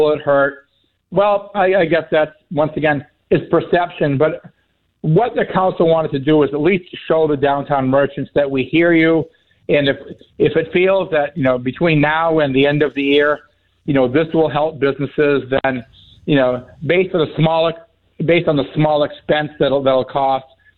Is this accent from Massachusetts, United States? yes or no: no; Keene, New Hampshire, United States; I was born and raised in Keene. I was brought up here. This is my hometown.